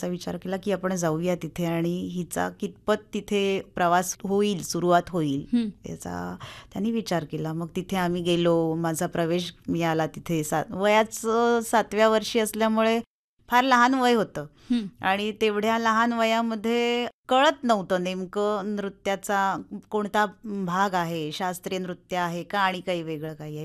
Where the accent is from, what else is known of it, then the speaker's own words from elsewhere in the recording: Ratnagiri, Maharashtra, India; मी मूळची रत्नागिरीचीच आहे आणि खरंच कोकणची भूमी ही कला, संस्कृती आणि निसर्गाने समृद्ध आहे.